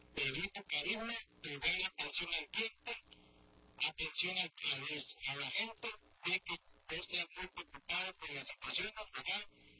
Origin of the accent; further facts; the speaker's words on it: Barranca, Puntarenas, Costa Rica; soy nacido en Barranca, Punta Arenas. Mi primaria fue en la escuela Augusto Pedernal Chicoya, que queda aquí en el centro de Barranca, Punta Arenas.